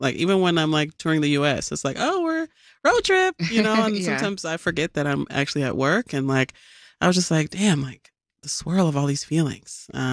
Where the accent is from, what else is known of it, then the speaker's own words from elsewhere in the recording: Chicago, Illinois, United States; growing up in Chicago, people don't really understand how much this city is built of immigrants and of people of different cultures. And on one hand, in my experience, it's been super segregated being Black in Chicago.